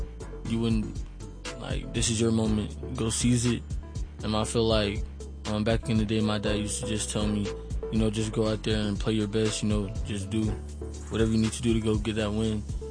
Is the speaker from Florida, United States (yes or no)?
no; Atlanta, Georgia, United States; I come from Southwest Atlanta